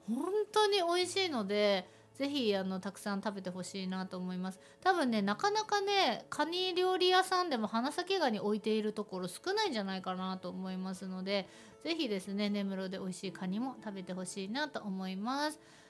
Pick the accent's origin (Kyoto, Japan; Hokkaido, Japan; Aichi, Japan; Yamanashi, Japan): Hokkaido, Japan; Iwamizawa; now in Nemuro, Japan; 私のね生まれ故郷の岩見沢市、北海道の岩見沢市では